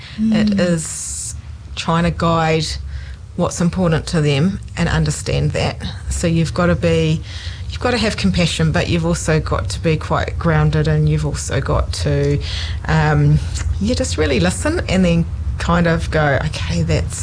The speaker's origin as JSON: {"language": "English", "town": "Doubtless Bay", "region": "Northland", "country": "New Zealand", "tie": "born or raised there", "also_born_or_lived": "Kaitaia / Auckland", "moved": "as an adult", "lives_now": "Taranaki, New Zealand", "said": "my family are originally from down here, but they moved away and I was born in Kaitaia grew up in Doubtless Bay in Northland."}